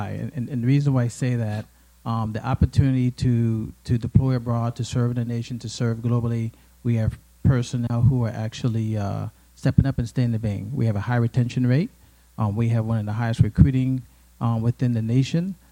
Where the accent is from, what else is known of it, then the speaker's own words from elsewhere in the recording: U.S. Virgin Islands; my hometown, the place that I grew up